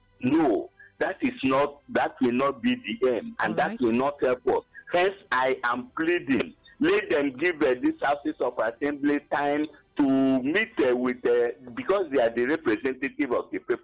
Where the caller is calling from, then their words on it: Enugu State, Nigeria; I'm calling from Abapa Nijenugu